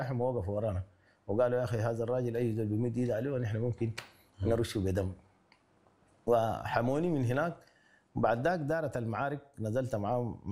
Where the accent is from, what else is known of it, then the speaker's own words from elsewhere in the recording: Sudan; نحن كسودانيين ما بنتحمل المعركه بالشكل ده